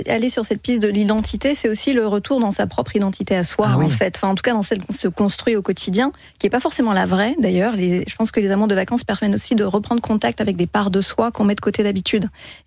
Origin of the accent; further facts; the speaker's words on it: France; Lui est américain, moi je suis française.